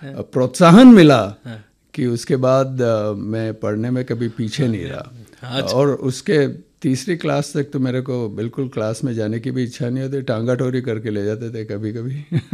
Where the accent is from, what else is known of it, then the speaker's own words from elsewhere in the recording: Gogunda, Rajasthan, India; मैं गांव गोगुंदा में बड़ा हुआ था